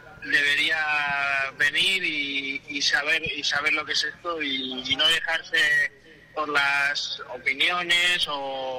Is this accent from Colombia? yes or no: no; Madrid, Community of Madrid, Spain; Soy del centro de Madrid.